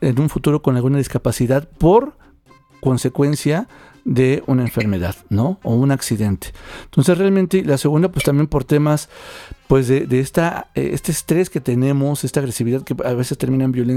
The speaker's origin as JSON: {"language": "Spanish", "country": "Mexico", "said": "en la que orgullosamente, siendo mexicana"}